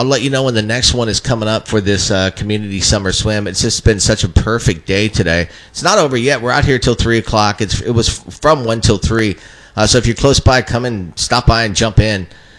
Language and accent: English; Central Valley, California, United States; that little city that I grew up in the Central Valley.